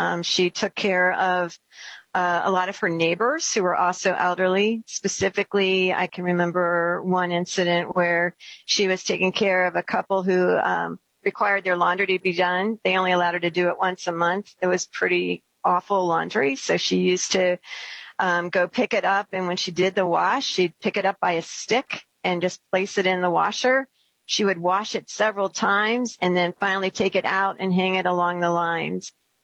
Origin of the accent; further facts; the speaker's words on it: York, Pennsylvania, United States; 8 to 14, I was living in inner city York.